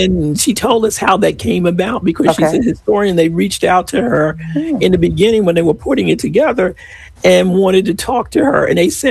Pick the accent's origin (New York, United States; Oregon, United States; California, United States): New York, United States; New York City; I'm from Brooklyn.